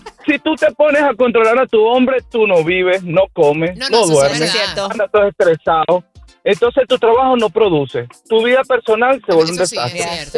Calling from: West Palm Beach, Florida, United States; te estoy llamando de West Palm Beach.

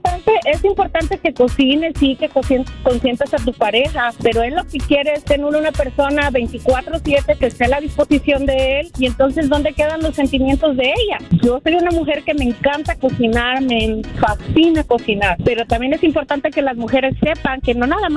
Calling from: California, United States; hablo de la ciudad de California.

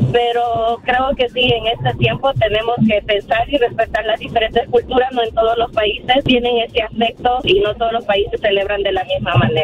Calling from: Mexico; Estoy aquí en México

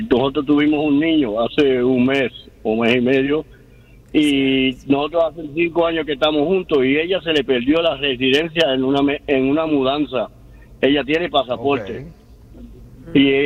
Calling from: Puerto Rico; yo soy boricua.

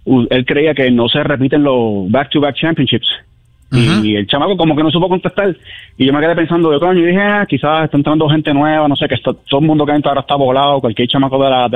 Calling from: Denver, Colorado, United States; yo soy acá de Denver

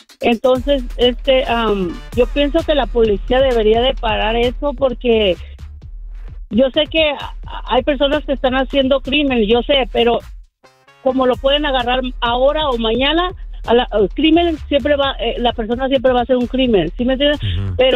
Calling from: Oakland, California, United States; aquí yo hablo de Oakland

